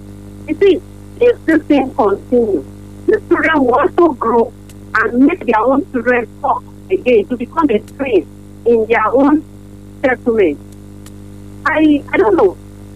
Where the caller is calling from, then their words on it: High Level, Benue, Nigeria; I'm calling from High Level.